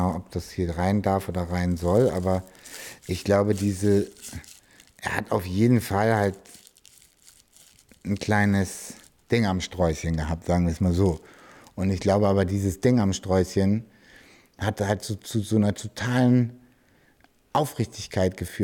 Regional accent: Hamburg, Germany; Die waren einfach überall, gerade in Eppendorf, wo ich herkomme, ein Spittel, da war alles voll.

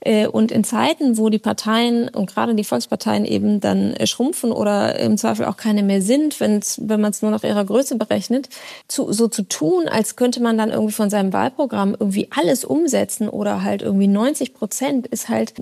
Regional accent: Rhineland, Germany; weil ich bin ja Rheinländerin

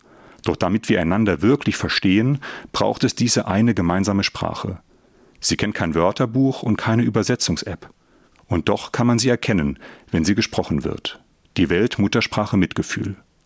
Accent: Saarbrücken, Saarland, Germany; also born or lived in Völklingen; now in Trier, Germany; Ich bin ein waschechter Saarländer. Geboren bin ich in Saarbrücken, aufgewachsen in Saarbrücken und Völklingen. Auch wenn ich jetzt wieder in Trier lebe, durfte ich in den vergangenen 5 Jahren wieder daheim, in Saarbrücken, arbeiten und leben.

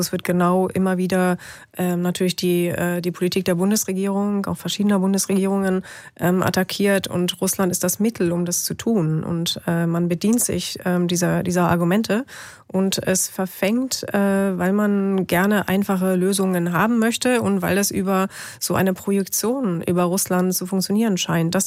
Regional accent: West Germany, Germany; Ich komme aus Westdeutschland.

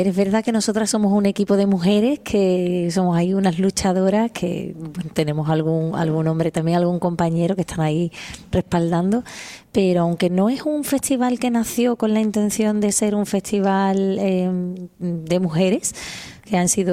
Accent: Andalusia, Spain; accent: Andalusian; somos la herencia también de nuestras abuelas, de nuestras madres. ¿Cuánto hay de las mujeres en una tierra como Andalucía, en la que han convivido tantísimas culturas?

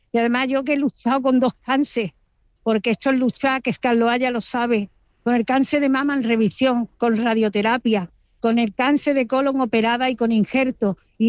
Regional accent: Málaga, Andalusia, Spain; soy una malagueña de pura cepa.

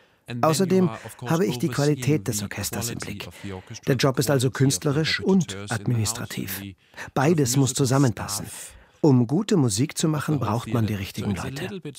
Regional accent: Denmark; German is a second language; moved away as an adult; also born or lived in Finland; now in Magdeburg, Germany; Ich komme ja aus Dänemark und habe in Finnland studiert.

